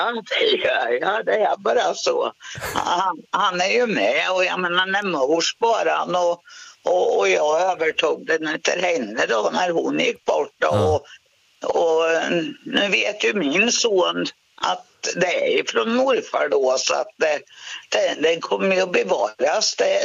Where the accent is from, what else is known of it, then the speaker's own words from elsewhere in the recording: Östergötland, Sweden; Jag är från Tåkern, okay. Omberg.